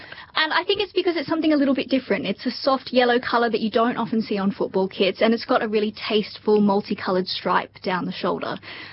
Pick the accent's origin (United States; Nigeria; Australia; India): Australia; And yes, as an Aussie, I hate to say it, the Australia away kit is not great.